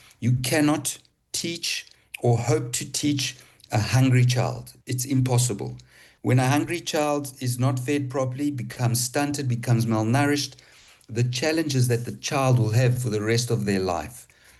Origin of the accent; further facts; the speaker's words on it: Johannesburg, Gauteng, South Africa; moved away as an adult; also born or lived in Zimbabwe; Left soon after the war, 1981, went to Johannesburg. Finished my schooling in Johannesburg, remained in Johannesburg till about 2004.